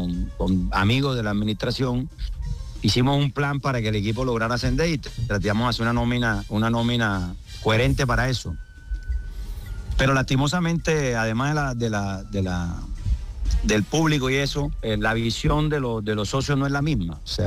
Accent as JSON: {"language": "Spanish", "town": "Cartagena", "region": "Bolívar", "country": "Colombia", "said": "como yo me muevo en la ciudad, yo soy cartagenero."}